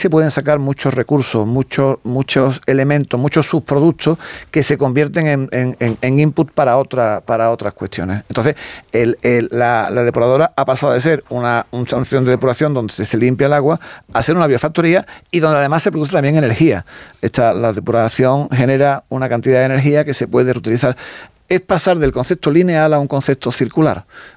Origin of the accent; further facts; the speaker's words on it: Spain; Porque lo que sí hacemos bien los españoles es, cuando nos dan una nota de que hay que ahorrar agua y tal, hacerlo.